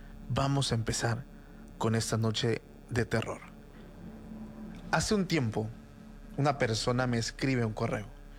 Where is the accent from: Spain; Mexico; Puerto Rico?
Mexico; Los que somos mexicanos y los que conocen esa cultura fuera del país saben